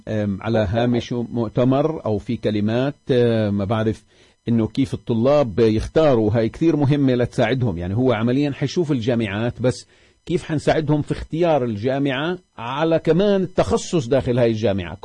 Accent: Palestine

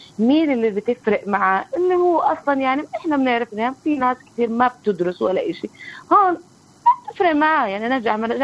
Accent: West Bank, Palestine

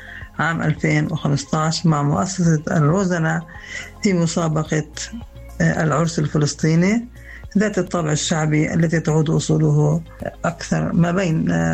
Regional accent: Asira ash-Shamaliya, Nablus Governorate, Palestine; بلدتنا الحبيبة عصيرة الشمالية الرائعة بأهلها.

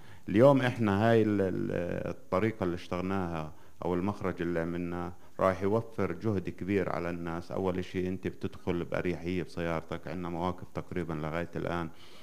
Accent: Palestine; هاي التحديات بصراحة إحنا كشعب فلسطيني كل يوم في كل دقيقة في عنا شيء جديد،

